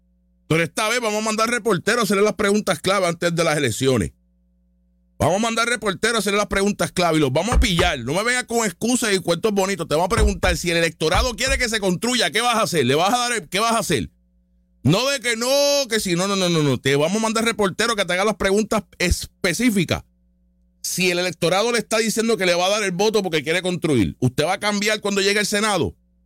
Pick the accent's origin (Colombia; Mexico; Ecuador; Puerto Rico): Puerto Rico; Yo soy puertorriqueño americano, moderno, de ahora.